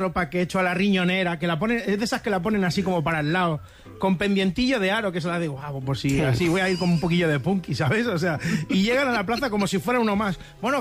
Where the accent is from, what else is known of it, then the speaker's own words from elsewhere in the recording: Rubí, Catalonia, Spain; Que claro, nosotros somos de Rubí.